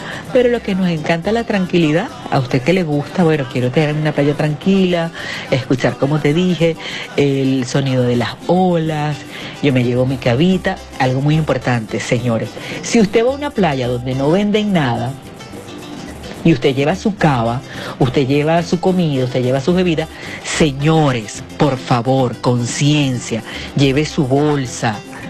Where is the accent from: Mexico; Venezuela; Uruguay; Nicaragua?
Venezuela